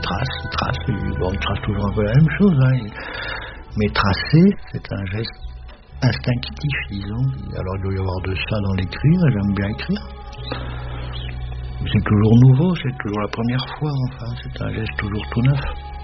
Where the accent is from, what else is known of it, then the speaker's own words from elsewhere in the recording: Bergues, Hauts-de-France, France; moved away; also born or lived in Lille; à Berg, ma ville natale, c'est une ville de... C'était, je ne sais pas si c'est encore, il y avait des fortifications, il y avait un pont-levis, il y avait, ouais, c'était très moyenâgeux, hein, puis il y avait des remparts.